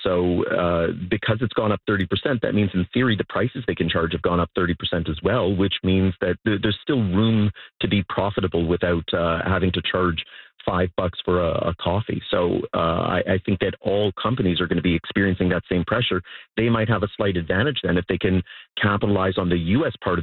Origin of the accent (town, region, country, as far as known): Canada